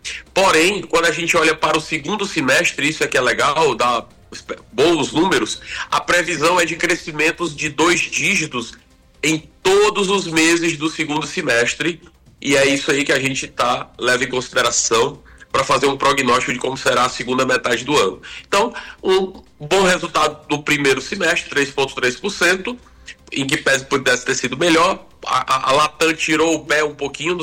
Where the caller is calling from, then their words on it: Juazeiro do Norte, Ceará, Brazil; Falo aqui diretamente do Cariri Cearense, Sávio. Juazeiro do Norte.